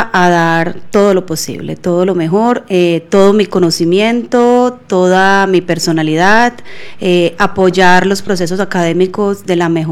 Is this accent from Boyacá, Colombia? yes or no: no; Tarazá, Antioquia, Colombia; Vengo del municipio de Tarazá.